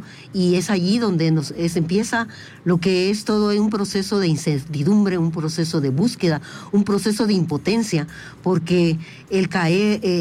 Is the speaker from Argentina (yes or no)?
no; Guatemala; desde el momento en que somos ciudadanos guatemaltecos